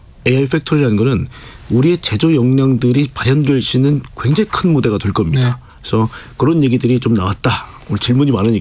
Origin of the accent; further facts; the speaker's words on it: Seoul, South Korea; 서울 사람이라서 그런지 몰라 지역감정이 별로 없습니다.